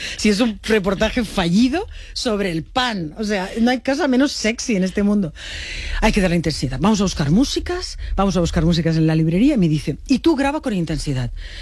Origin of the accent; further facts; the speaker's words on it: Spain; pero yo quiero saber como ciudadana española cuál ha sido la histo